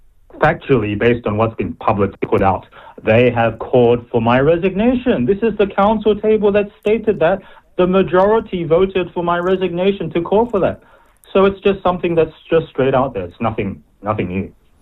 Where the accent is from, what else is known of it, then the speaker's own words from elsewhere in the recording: Dunedin, Otago, New Zealand; moved away; After a lifetime away from my hometown and birthplace, Dunedin.